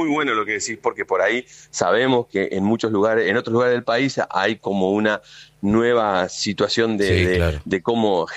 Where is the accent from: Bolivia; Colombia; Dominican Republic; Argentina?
Argentina; lo que pasa a otro argentino